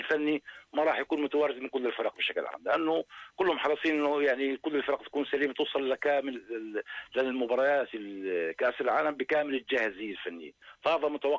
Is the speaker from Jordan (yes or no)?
yes; Jordan; احنا كلنا جميعا يعني كاردنيين